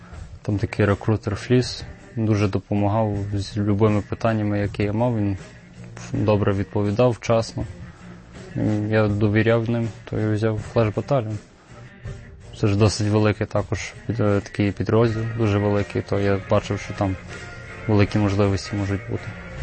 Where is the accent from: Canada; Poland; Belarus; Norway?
Canada; moved away as an adult; now in Ukraine; Я виріс в Канаді, я там жив майже ціле своє життя. До війни я був студентом університету Торонто.